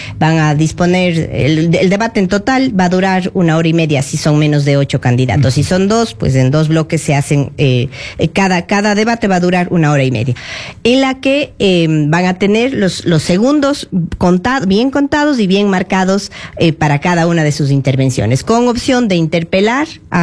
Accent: Ecuador; nosotros como ecuatorianos estábamos ávidos porque vuelvan a ser obligatorios los debates

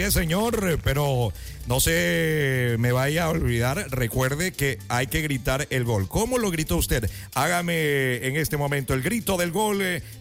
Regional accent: Ecuador; siempre es un orgullo gritar que somos ecuatorianos

